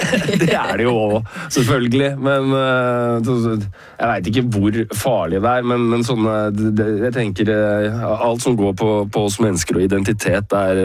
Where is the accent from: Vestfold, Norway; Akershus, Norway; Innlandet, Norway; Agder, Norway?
Innlandet, Norway; Lillehammer; altså jeg jo født og oppvokst på Lillehammer, men slekta mi, all slekt kommer fra litt av bygd på Nordmøre, helt nord på Nordmøre.